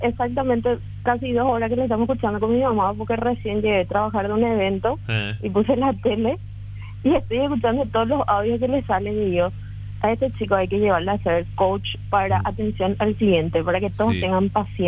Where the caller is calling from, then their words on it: San Lorenzo, Central, Paraguay; Sí, primera vez que llamo, de San Lorenzo.